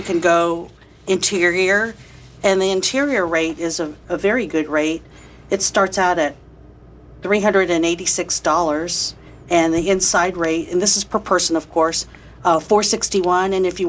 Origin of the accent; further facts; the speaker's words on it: Midwest, United States; I grew up in the Midwest